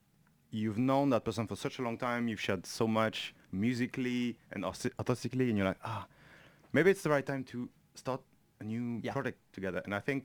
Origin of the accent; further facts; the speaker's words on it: south of France, France; now in England; We're from south of France.